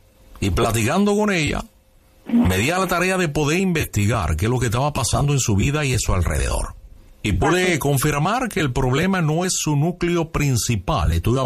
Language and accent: Spanish; Havana, Cuba; born there; moved away; Yo nací en La Habana, Cuba, en 1979. Y bueno, desgraciadamente, por las cuestiones que usted sabe en Cuba, tuve que emigrar a Miami, posteriormente a México